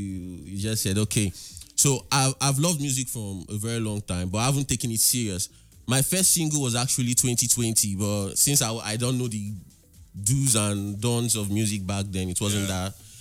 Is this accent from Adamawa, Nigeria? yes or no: no; Port Harcourt, Rivers, Nigeria; also born or lived in Tungo, Sagbama, Bayelsa; Born and brought up in Port Harcourt.